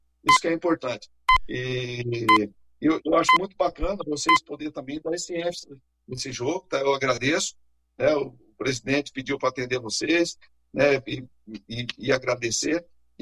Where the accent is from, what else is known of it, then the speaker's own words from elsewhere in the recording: Cascavel, Paraná, Brazil; Pois nós somos de Cascavel, aqui no oeste paranaense. Aqui é uma cidade de 300 e poucos mil habitantes.